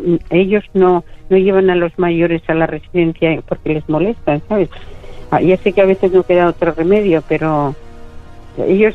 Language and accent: Spanish; Toledo, Castilla-La Mancha, Spain; Cuando digo que soy de La Mancha me dicen, ah, como Don Quijote.